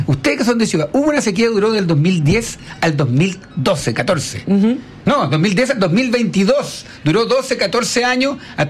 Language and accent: Spanish; Huelquén, Santiago Metropolitan Region, Chile; born there; Me siento en Huelquén, mi pueblo natal.